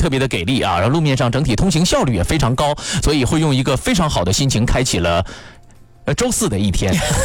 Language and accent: Chinese; Yingkou, Liaoning, China; 所以咱家乡营口人，如果你今天中午有时间，咱就去趟鲅鱼圈